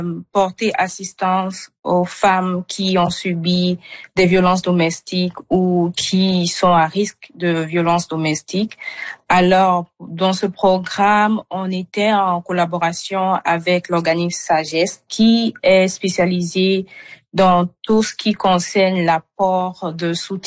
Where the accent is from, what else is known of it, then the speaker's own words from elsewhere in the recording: Côte d’Ivoire; moved away as an adult; now in Canada; moi par exemple, je viens de la Côte d'Ivoire et je parle majoritairement le français.